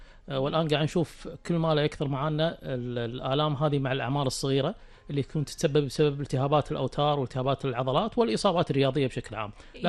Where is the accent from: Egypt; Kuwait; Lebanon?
Kuwait; احنا عندنا بالكويت